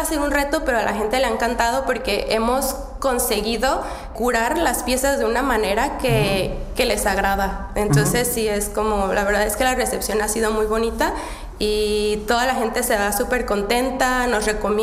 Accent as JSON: {"language": "Spanish", "country": "Mexico", "said": "que soy mexicana"}